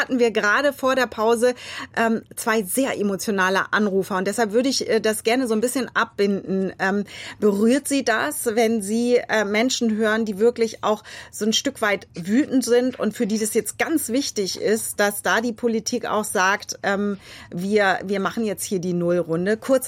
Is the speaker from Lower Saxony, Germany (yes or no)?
yes; Verden, Lower Saxony, Germany; aus Verden an der Aller, mir sehr nahe, meine Heimatstadt.